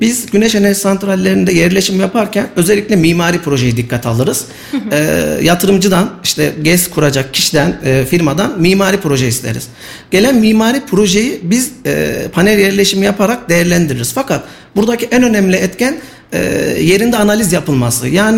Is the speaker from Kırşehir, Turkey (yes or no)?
no; Kayseri, Turkey; bizim kendi memleketimiz Kayseri ve İç Anadolu bölgesi